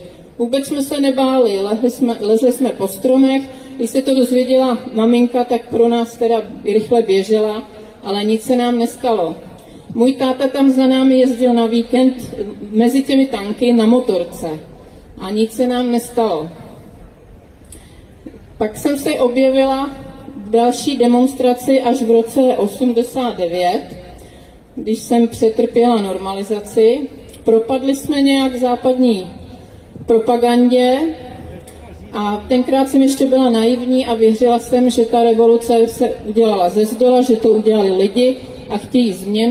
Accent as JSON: {"language": "Czech", "region": "Prague", "country": "Czechia", "tie": "born there", "said": "narodila jsem se v Praze, moje rodiče se narodili v Praze, i moje prarodiče se narodili v Praze."}